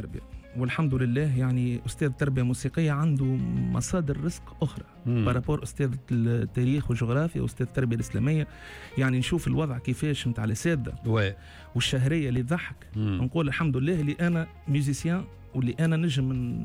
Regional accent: Tunis, Tunis Governorate, Tunisia; انا مولود في الحفصيه وقاري في نهج الباشا، قاري في حكيم كسار حفصيه.

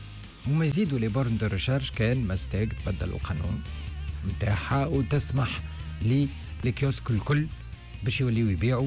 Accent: Tunisia; دونك من هنا لثلاث اربع سنين جو سيبوز اللي كانوا باش يكونوا موجودين عندنا في تونس،

